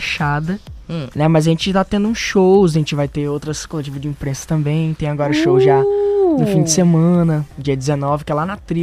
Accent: Belo Horizonte, Minas Gerais, Brazil; No lugar onde eu fui criado, né, que eu sou mineiro. Sou mineiro, né, de Belo Horizonte, Minas Gerais, só que eu vim pra cá

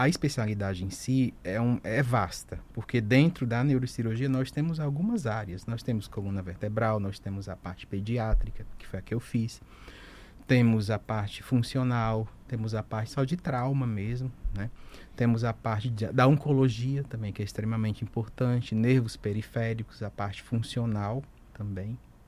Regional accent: Rio Grande do Norte, Brazil; born there; moved away as an adult; now in Boa Vista, Brazil; Eu nasci no Rio Grande do Norte e hoje eu estou aqui em Roraima.

